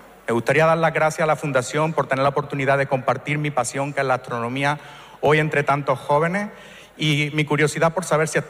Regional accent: Priego de Córdoba, Andalusia, Spain; Mi pasión por la astronomía comenzó cuando era niño y en un curso de investigación que se hizo en mi pueblo, Priego de Córdoba, pude ver Saturno por primera vez con mis propios ojos.

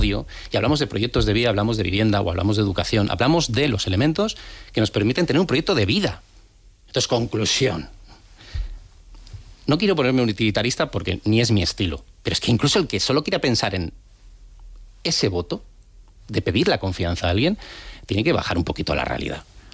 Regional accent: San Sebastián, Basque Country, Spain; now in Madrid, Spain; Nuestra generación, por ejemplo, yo cuando llegué de Donosti a Madrid, hoy Madrid DF

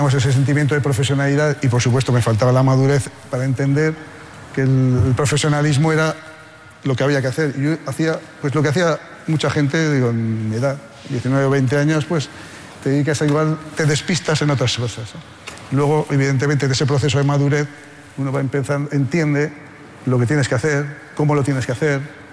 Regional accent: Haro, La Rioja, Spain; en un pueblo maravilloso, que les invito a visitar, mi pueblo es Aro, en La Rioja, fantástico.

